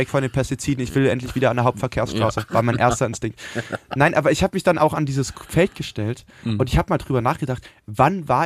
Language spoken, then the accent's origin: German; Berlin, Germany; das Leben als Berliner ist einfach schwer, ist wenn man so von ganz Deutschland gehasst wird.